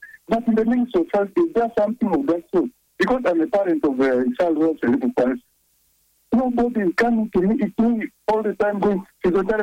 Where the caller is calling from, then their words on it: Uganda; from Wendegwe.